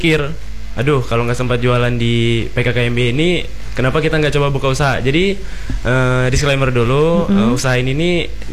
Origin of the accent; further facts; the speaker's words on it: Palangka Raya, Central Kalimantan, Indonesia; sebagai warga Palangka yang sedang terkena kabut asap